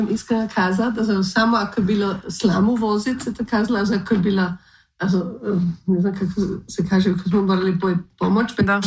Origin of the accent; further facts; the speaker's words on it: Wulkaprodersdorf, Burgenland, Austria; moved away as an adult; now in Eisenstadt, Austria; Ja sam iz Vulka Prodaštofa.